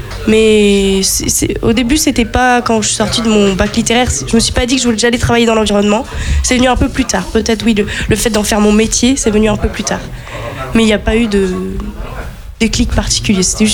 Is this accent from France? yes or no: yes; Brittany, France; nous, dans le Finistère, on est pas mal du tout.